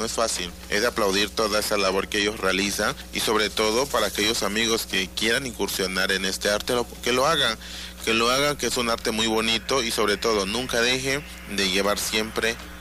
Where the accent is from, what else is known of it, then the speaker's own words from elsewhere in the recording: Tabasco, Mexico; Ahora vamos en nuestra sección Aprendiendo Yocotán con nuestra variante este. Es muy importante recalcar, porque pues hay otras variantes, como es en Acajuca, Macuspana, en Centla, y nosotros aquí en el municipio del Centro.